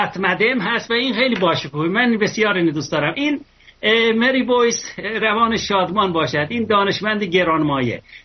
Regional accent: Ardabil Province, Iran; born there; در اردبیل، من استان اردبیل زاده شدم

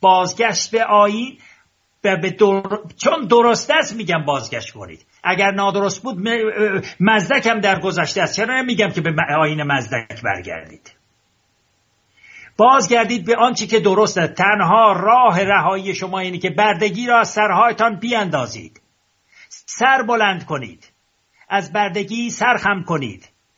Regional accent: Iran; moved away; من ایرانیم

